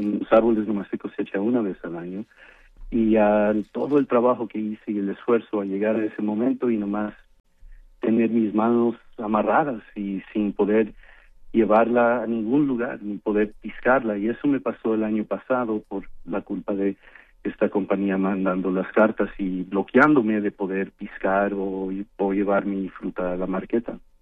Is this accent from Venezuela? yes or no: no; Mexico; now in United States; Bueno, puedo decir que soy como cualquier otra persona, mexicano aquí en los Estados Unidos, y yo me considero muy orgullosamente americano